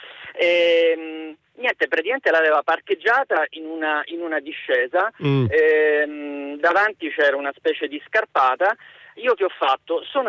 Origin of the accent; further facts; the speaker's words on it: Palermo, Sicily, Italy; now in Rome, Italy; Avevo 4-5 anni, io sono originario di Palermo, avevamo una casa in collina, diciamo in campagna.